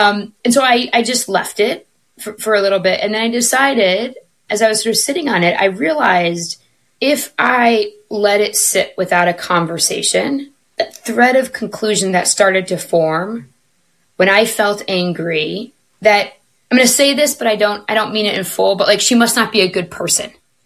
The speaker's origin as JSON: {"language": "English", "region": "Ohio", "country": "United States", "tie": "born or raised there", "moved": "yes", "lives_now": "Minnesota, United States", "said": "she's in Ohio, which is my hometown as well."}